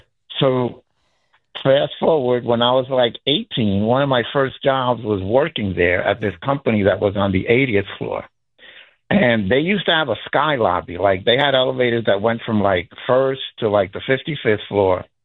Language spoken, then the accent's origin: English; New York, United States; I'm a lifetime New Yorker, born and raised here.